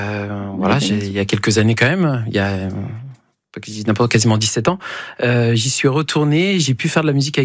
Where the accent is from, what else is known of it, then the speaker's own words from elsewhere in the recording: Australia; also born or lived in Colombia; Et alors je parle pas espagnol parce que j'ai quitté la Colombie très tôt pour aller en Australie assez petit.